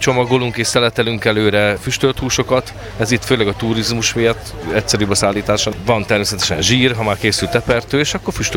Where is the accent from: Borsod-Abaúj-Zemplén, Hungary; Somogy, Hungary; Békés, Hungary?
Békés, Hungary; Békéscsaba; Nem, én agrármérnök vagyok, de Békés Csabai származású vagyok, így a szülőktől jött ez, hogy kolbász gyártunk